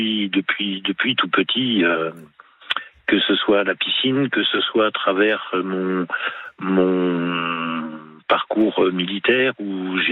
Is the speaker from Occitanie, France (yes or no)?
no; Palaiseau, Île-de-France, France; now in Moselle, France; Moi, je suis d'origine en région parisienne.